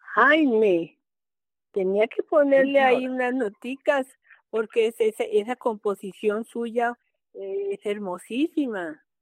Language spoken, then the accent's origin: Spanish; Bogotá, Colombia; Somos poquitos los bogotanos.